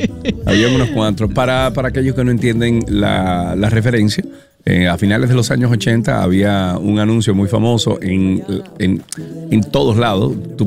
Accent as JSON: {"language": "Spanish", "country": "Colombia", "said": "yo soy colombiano, sí, correcto, parce."}